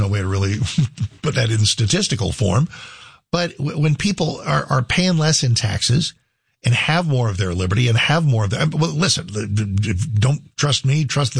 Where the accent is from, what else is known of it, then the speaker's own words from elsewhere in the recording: Texas, United States; we're from Texas.